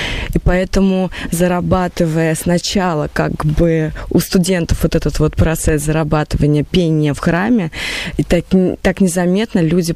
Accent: Kazan, Tatarstan, Russia; а так как я из Казани сама, а у нас в Татарстане это так

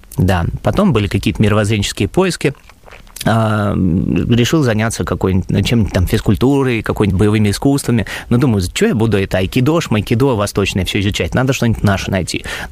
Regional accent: Moscow, Russia; born there; moved away as an adult; also born or lived in Pskov; now in Sevastopol; Родился я в Москве. В 1988 году, мне уже 37 лет

